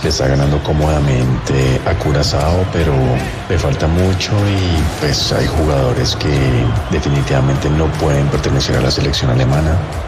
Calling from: Bogotá, Colombia; desde Bogotá.

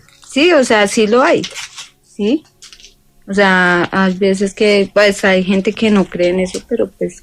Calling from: Bogotá, Colombia; Pues ahí en Suba, yo vivo en Suba prácticamente.

